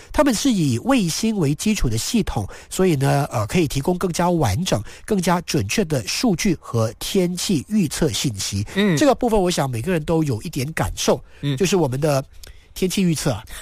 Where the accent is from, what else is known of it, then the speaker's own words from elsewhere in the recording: Malaysia; 那我们马来西亚人就是习惯今天看起来还好